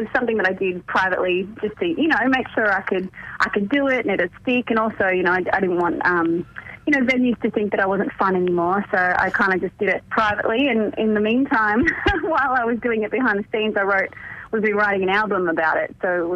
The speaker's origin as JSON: {"language": "English", "town": "Muswellbrook", "region": "New South Wales", "country": "Australia", "tie": "born or raised there", "said": "All the way from Musselbrook this morning."}